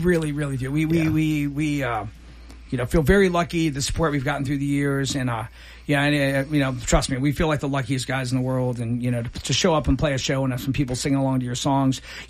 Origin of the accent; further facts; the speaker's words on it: Columbus, Ohio, United States; we grew up in Columbus, Ohio, right?